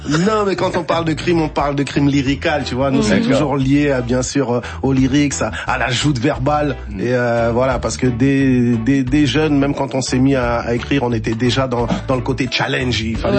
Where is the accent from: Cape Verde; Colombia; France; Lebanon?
Cape Verde; Tu vois, moi, je suis originaire des îles du Cap-Vert.